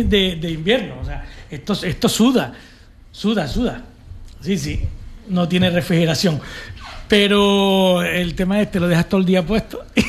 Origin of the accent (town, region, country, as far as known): Lanzarote, Canary Islands, Spain